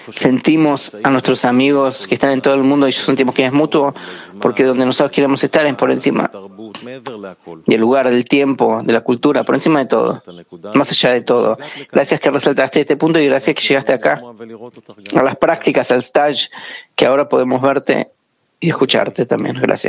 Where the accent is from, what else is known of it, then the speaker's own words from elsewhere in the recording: Israel; moved away; Soy de Israel, 50 años acá en el país. Solo sepan, amigos, que también de Israel vienen acá a las prácticas, incluso jóvenes como yo.